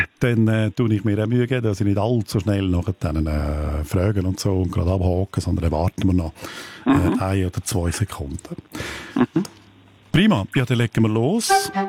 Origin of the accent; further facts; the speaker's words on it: Graubünden, Switzerland; accent: Bündner dialect; geht es um Gucci, so sagt man im Bündnerland. Auch an einem Sofa, an einer Couch, so würde ich es in meinem Dialekt sagen. Ein Sofa, ein kleines Sofa ist im Bündnerland auch ein Gucci.